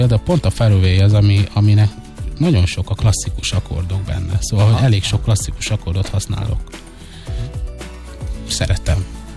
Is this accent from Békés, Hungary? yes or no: yes; Békés, Hungary; Ugye én egy békési gyerek vagyok, és az ottani cigány telep mellett nőttünk fel